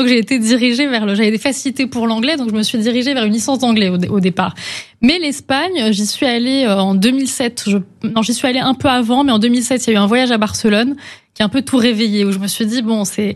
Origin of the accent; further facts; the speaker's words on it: France; born there; je suis née en France